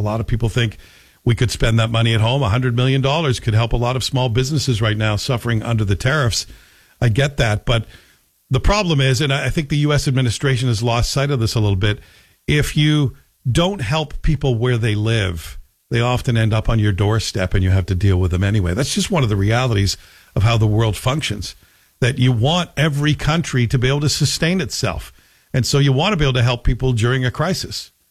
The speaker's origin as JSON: {"language": "English", "country": "Canada", "said": "as a Canadian, I'd be happy to spend that part of my tax dollars."}